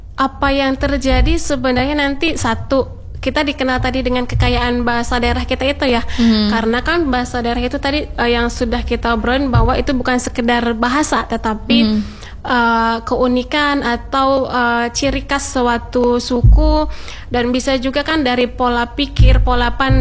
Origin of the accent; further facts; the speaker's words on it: North Sumatra, Indonesia; Dan misalnya saya Batak, ketika kita saya ngobrol bahasa Batak, orang akan tahu oh Batak itu seperti ini, oh ngomongnya agak tinggi nadanya Baba.